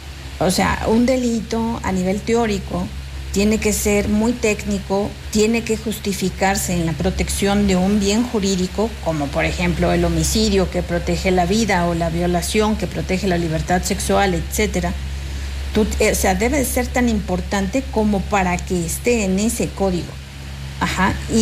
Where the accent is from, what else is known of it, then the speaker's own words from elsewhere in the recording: San Luis Potosí, Mexico; Y no sé qué más podría decirte, pues soy potosina principalmente en este momento con este tema.